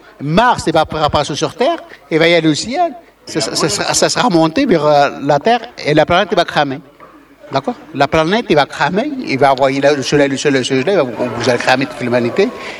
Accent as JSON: {"language": "French", "country": "Morocco", "tie": "born or raised there", "moved": "as an adult", "lives_now": "France", "said": "je suis né au Maroc, je connaissais la liberté marocaine, j'ai grandi dans les montagnes, j'ai lu le Coran, et j'ai grandi dans une liberté totale."}